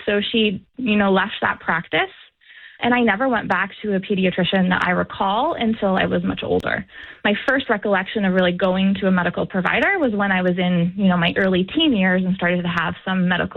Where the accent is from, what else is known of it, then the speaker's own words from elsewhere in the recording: Thomaston, Connecticut, United States; I was raised in Northwest Connecticut in a small town called Thomaston.